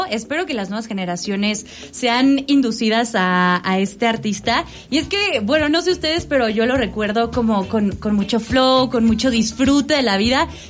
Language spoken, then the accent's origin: Spanish; Mexico; somos expertos los mexicanos